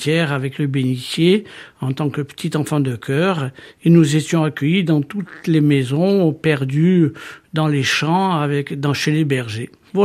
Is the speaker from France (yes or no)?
yes; Coutoli, Corsica, France; now in Ajaccio, France; je suis originaire de Coutoli. J'ai grandi à Coutoli jusqu'à peu près l'âge de 8-9 ans. Avant de descendre sur Ajaccio, mais tout en restant toutes les grandes vacances et toutes les vacances tout court chez mes parents travaillant.